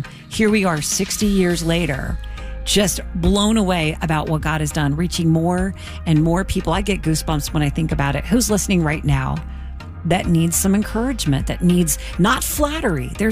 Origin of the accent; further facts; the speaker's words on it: Catonsville, Maryland, United States; moved away as an adult; now in Ellicott City, United States; I'm originally from Catonsville. I'm a Catonsville girl. Life is great in 21228.